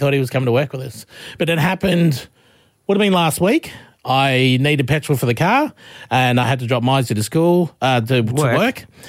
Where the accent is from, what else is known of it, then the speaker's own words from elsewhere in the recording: Broken Hill, New South Wales, Australia; Like, I do a lot of driving back home, my hometown in Broken Hill.